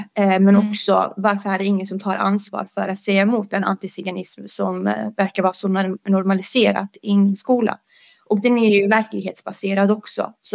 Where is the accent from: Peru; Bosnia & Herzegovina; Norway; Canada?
Bosnia & Herzegovina; now in Sweden